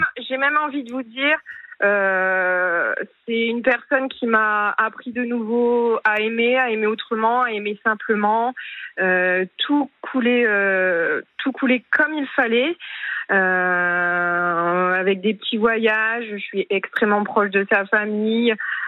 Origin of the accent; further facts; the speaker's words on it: Hauts-de-France, France; accent: petit accent du Nord (ch'ti); j'ai ce petit accent. Alors, j'essaye de ne pas trop l'avoir, mais quand je suis en confiance, il a tendance à revenir.